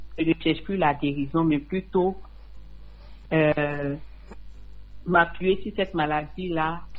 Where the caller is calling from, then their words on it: Bingerville, Abidjan, Côte d’Ivoire; De Belgerville.